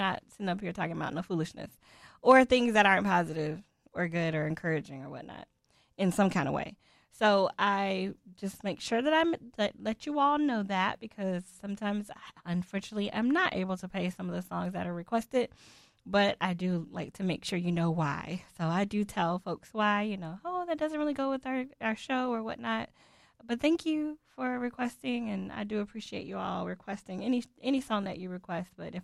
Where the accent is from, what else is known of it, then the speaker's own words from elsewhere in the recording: Florida, United States; And I'm from Central Florida.